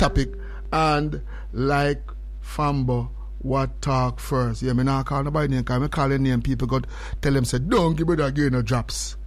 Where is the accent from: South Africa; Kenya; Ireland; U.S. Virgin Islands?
U.S. Virgin Islands; St. Thomas; I'm not Jamaican. I'm from St. Thomas.